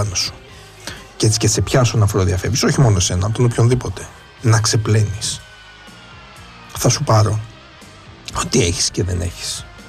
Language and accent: Greek; Epirus, Greece; flat tax που λέμε και στο χωριό μου στην Ήπειρο.